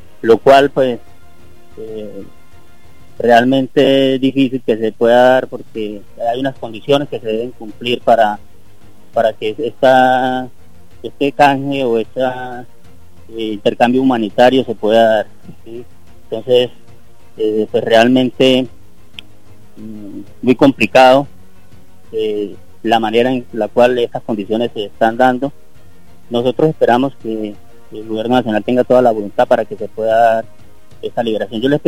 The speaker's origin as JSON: {"language": "Spanish", "region": "Arauca", "country": "Colombia", "said": "nosotros como colombianos queremos la paz. En el departamento de Arauca somos muchas las personas que queremos construir paz"}